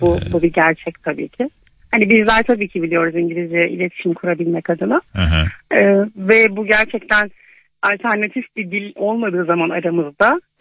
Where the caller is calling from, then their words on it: Ankara, Turkey; Ankara'dan arıyorum